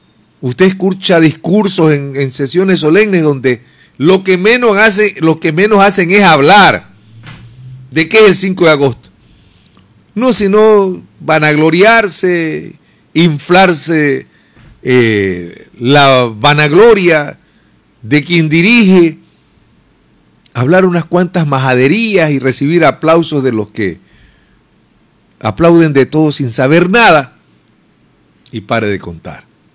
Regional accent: Ecuador; Somos ecuatorianos

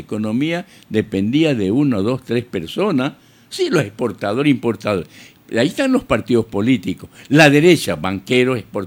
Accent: Esmeraldas, Ecuador

